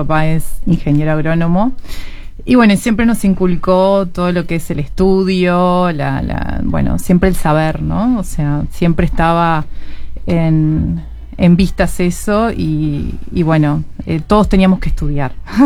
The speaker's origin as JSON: {"language": "Spanish", "town": "Bella Unión", "region": "Artigas", "country": "Uruguay", "tie": "born there", "moved": "yes", "said": "yo soy de Villa Unión, de Artigas, o sea, bien al norte. Bien. Es la distancia más larga desde Villa Unión a Punta del Este. Nací en el campo"}